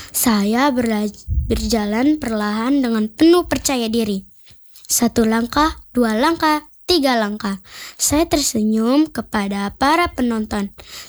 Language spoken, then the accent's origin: Indonesian; East Nusa Tenggara, Indonesia; born there; melalui fashion show ini saya belajar untuk mencintai dan membanggakan budaya tanah kelahiran saya, Nusa Tenggara Timur.